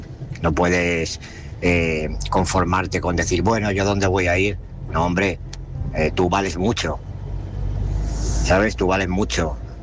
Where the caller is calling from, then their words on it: Málaga, Andalusia, Spain; de Málaga.